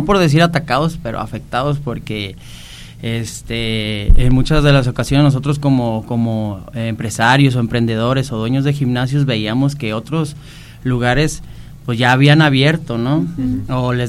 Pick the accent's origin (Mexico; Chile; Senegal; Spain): Mexico; Jalisco; donde yo soy, de ahí de Jalisco, saludos a todos los de Jalisco.